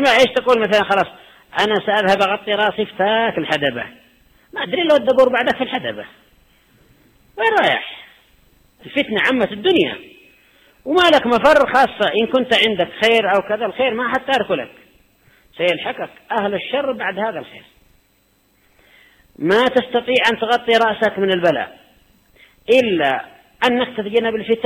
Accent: Yemen; عندنا في اليمن

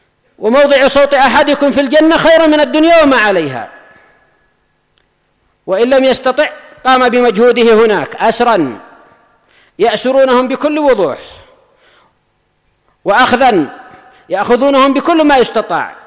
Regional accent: Yemen; الحوثي ليس له حق أن يبغي علينا، أنا وهو كلنا من أهل اليمن

